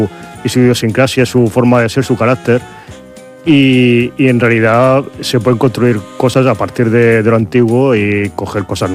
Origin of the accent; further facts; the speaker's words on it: Region of Murcia, Spain; La tragedia de Murcia y los murcianos